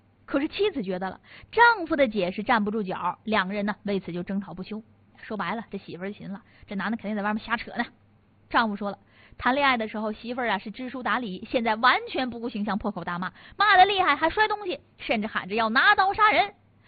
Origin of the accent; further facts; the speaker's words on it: Northeast China, China; 咱们东北话讲